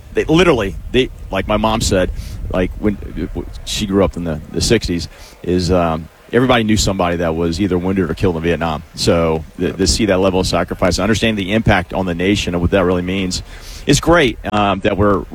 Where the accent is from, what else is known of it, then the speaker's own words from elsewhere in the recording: Orange Park, Florida, United States; When I grew up in Orange Park, Rich, it is funny, people would say, how was it in your neighborhood?